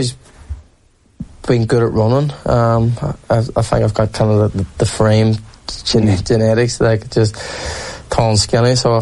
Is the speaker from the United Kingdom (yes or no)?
yes; Derry, Northern Ireland, United Kingdom; Growing up in Derry as well, where, like, all my mates were drinkers from an early age